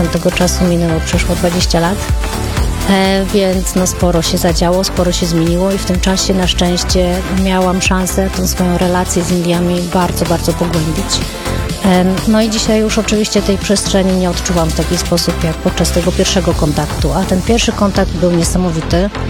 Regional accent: Sopot, Pomeranian Voivodeship, Poland; moved away as an adult; also born or lived in Kraków; now in Warsaw, Poland; Mój dom jest w Polsce, w Warszawie, ale pochodzę z Sopotu, jak powiedziałaś, i to jest miejsce, do którego chętnie wracam

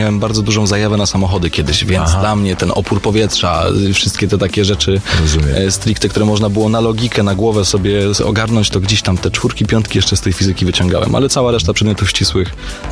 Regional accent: Praszka, Opole Voivodeship, Poland; also born or lived in Strojec; Ja się wychowywałem w Praszce, to jest miejscowość w województwie opolskim. Nieduża miejscowość, później przeprowadziłem się do wsi obok Strojec, ale raczej się jakoś tam identyfikuję jako ten praszkowiak.

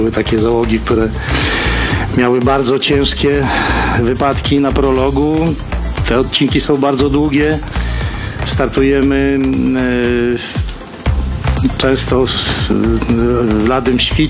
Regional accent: Białystok, Podlaskie Voivodeship, Poland; czyli Białystok Podlaskie, jestem stąd, za każdym razem dumnie wiozę logo, za każdym razem pamiętam o tym, że jestem że mam tu kibiców, że mam tutaj Białostoczan, którzy trzymają mocno kciuki.

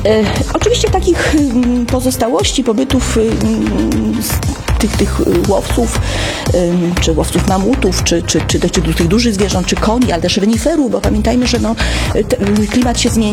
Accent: Lublin Voivodeship, Poland; u nas na Lubelszczyźnie

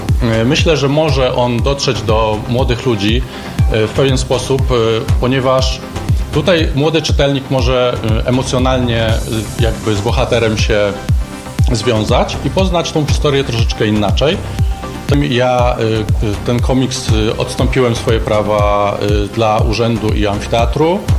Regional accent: Radom, Masovian Voivodeship, Poland; a że od pokoleń jestem radomianinem

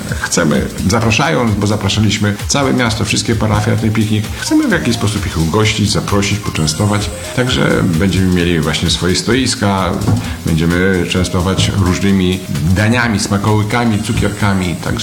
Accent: Puławy, Lublin Voivodeship, Poland; Puławy jako ta aglomeracja, która rozwinęła się dzięki Azotom, jak gdyby wchłonęła administracyjnie naszą miejscowość i teraz jesteśmy częścią Puław.

